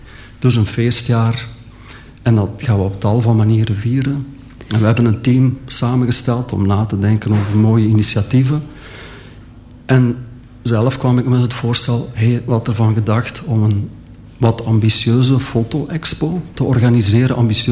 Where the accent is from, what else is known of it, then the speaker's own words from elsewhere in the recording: Zonhoven, Flanders, Belgium; moved away as an adult; now in West Flanders, Belgium; Ook opgegroeid in een zeer mooi landelijk dorp, namelijk Zonhoven, dat ligt bij Hasselt. Mm-hmm. Dat voor de helft uit natuurgebieden bestaat, 2 natuurgebieden.